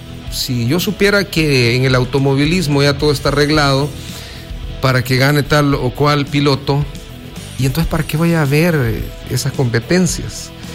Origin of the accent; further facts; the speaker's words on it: El Salvador; al final somos salvadoreños